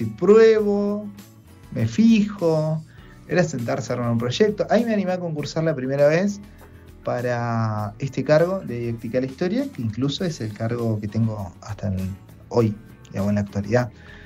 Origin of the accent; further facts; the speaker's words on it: Beltrán, Argentina; yo me crié un poco acá adentro, ¿no? Es como nacido y criado en Beltrán y nacido y criado en el instituto.